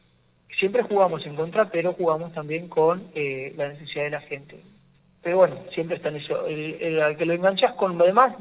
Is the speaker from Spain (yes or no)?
no; Argentina; somos argentinos